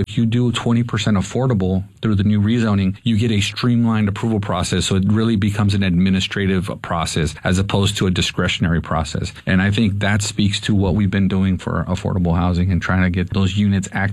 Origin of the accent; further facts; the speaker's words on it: Los Angeles, California, United States; growing up in the Pico Union area